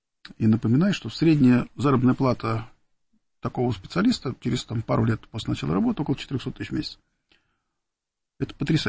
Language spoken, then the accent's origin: Russian; Abramtsevo, Moscow Oblast, Russia; одно из моих тяжелейших воспоминаний детства было то, что у нас на даче, где мы выросли, была в Абрамцево, и мы довольно часто ездили тогдашний Загорск.